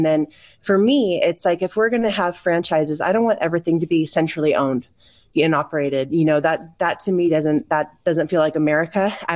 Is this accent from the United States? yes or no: yes; California, United States; I'm from the Bay Area. NorCal changed my life growing up in the environment, you know, in the 80s and 90s with the Warriors and the Niners and the Giants